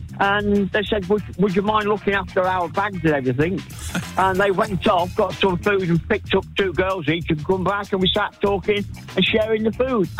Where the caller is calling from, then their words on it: Leicester, East Midlands, United Kingdom; I'm calling from Leicester. I'm on the allotment at the moment.